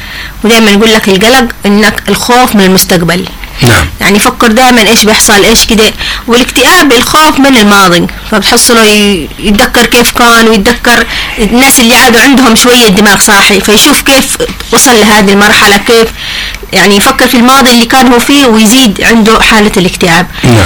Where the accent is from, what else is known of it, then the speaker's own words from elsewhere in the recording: Yemen; لكن عندنا في اليمن ما أظن.